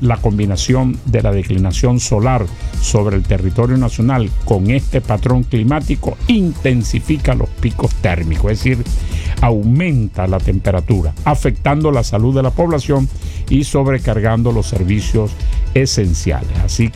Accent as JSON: {"language": "Spanish", "town": "El Tigre", "region": "Anzoátegui", "country": "Venezuela", "tie": "born or raised there", "moved": "yes", "lives_now": "Maracaibo, Venezuela", "said": "Soledad, que está cerca de mi pueblo, del Tigre."}